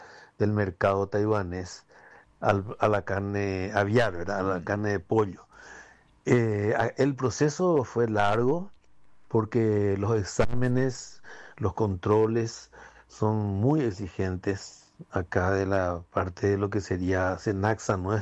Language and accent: Spanish; Paraguay; Así que como paraguayo me siento realizado de este logro